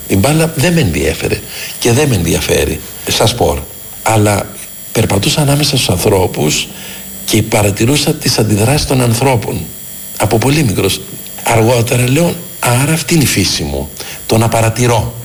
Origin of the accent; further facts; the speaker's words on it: Athens, Attica, Greece; Όταν ήμουν πολύ μικρό παιδάκι, έμενα δίπλα σε ένα γήπεδο. Εκεί γεννήθηκα, στα Ηλίσια, στο γήπεδο ποδοσφαίρου του Ηλυσιακού.